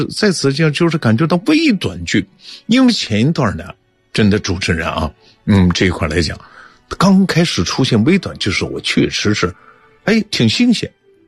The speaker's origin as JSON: {"language": "Chinese", "country": "China", "said": "这是我们中国人，我们还非常是质朴善良的，这是我们中国人的美德。"}